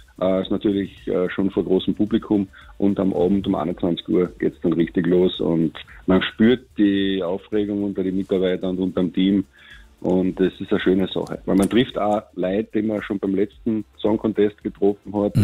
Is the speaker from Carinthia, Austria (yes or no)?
yes; Carinthia, Austria